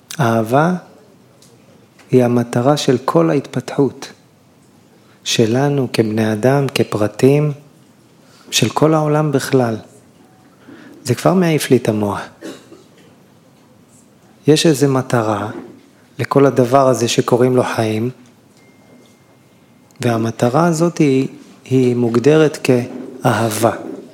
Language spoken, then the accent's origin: Hebrew; Elyashiv, Central District, Israel; now in Petah Tikva, Israel; אני מושבניק, ממושב אלישיב בעמק חפר. יום שלישי זה יום הורים, אנחנו מבקרים את אבא שלי באלישיב ואת אבא של אשתי בנתניה. אנחנו גרים בפתח תקווה